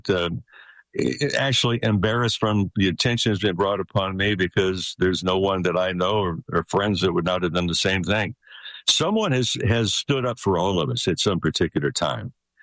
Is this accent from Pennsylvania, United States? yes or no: no; Santa Monica, California, United States; moved away as an adult; I grew up in Santa Monica.